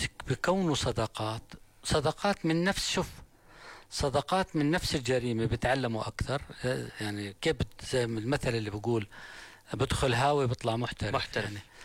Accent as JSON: {"language": "Arabic", "country": "Jordan", "said": "مثل يعني منتشر عندنا بالاردن،"}